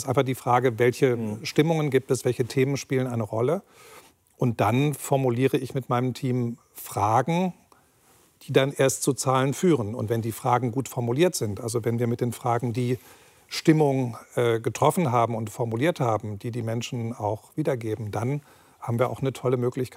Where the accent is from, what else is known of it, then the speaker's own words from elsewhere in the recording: Solingen, North Rhine-Westphalia, Germany; born there; Aus meiner Geburtsstadt, ja.